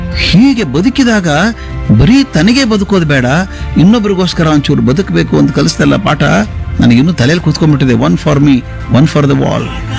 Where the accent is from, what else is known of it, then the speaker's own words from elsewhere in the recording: Bijapur district, Karnataka, India; born there; moved away; ನಮ್ಮ ಹಳ್ಳಿಯಲ್ಲಿ ಮಾಡ್ತಾ ಇದ್ವಿ ಸ್ವಾಮಿ ನಾವು, ಮುತ್ತುಗದೆಲೆ ಹಚ್ಚಬೇಕು. ನಮ್ಮ ಅಜ್ಜ ದೊಡ್ಡ ಜಮೀನ್ದಾರ, ರೈತರು ತಂದು ಹಾಕ್ಬೇಕು ನಮ್ಮ ಮನೆಯಲ್ಲಿ, ಈ ಮುತ್ತುಗದೆಲೆ ತಂದು ಹಾಕ್ಬೇಕು. ಊಟ ಎಲ್ಲ ಮುತ್ತುಗದೆಲೆಯಲ್ಲಿ ಮಾಡ್ಬೇಕು. ಬಾಳೆ ಎಲ್ಲ ಸಿಗಲ್ಲ ಅಲ್ಲಿ ಬಿಜಾಪುರ ಜಿಲ್ಲೆಯಲ್ಲಿ.